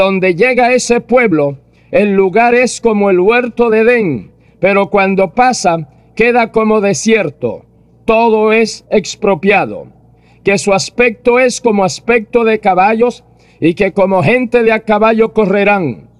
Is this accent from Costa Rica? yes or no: no; Puerto Rico; also born or lived in Cuba; Mi esposa y este servidor, que somos de aquí, de Puerto Rico, estuvimos como misioneros en Cuba por espacio de casi 17 años.